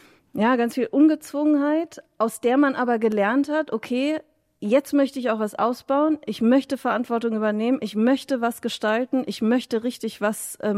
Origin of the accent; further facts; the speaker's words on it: Baden-Baden, Baden-Württemberg, Germany; moved away as an adult; also born or lived in Osnabrück; Ich bin in Baden-Baden aufgewachsen. Das ist wirklich eine Art goldener Käfig